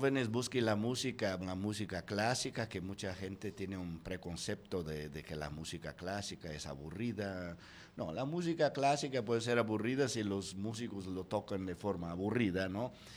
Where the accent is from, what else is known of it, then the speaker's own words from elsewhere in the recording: Brazil; soy el maestro brasileño que más dirigido fuera de Brasil en la historia